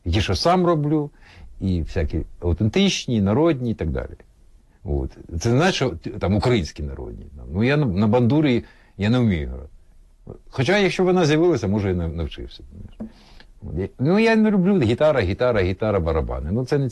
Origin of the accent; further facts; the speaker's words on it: Kyiv, Ukraine; Я народився на Чкалово.